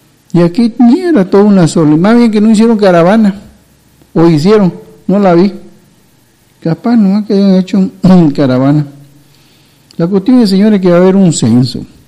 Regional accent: Santa Cruz, Bolivia; nosotros somos unos cambas de mierda flojos

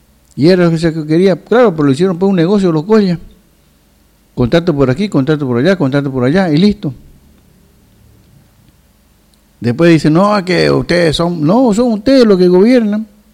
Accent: Bolivia; Ah, somos bolivianos, ¿y nosotros qué mierda somos, pues?

